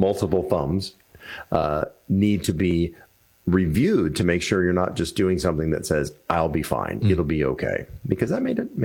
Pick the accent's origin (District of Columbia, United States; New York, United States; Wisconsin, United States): District of Columbia, United States; Washington; I grew up in the Washington, D.C. area.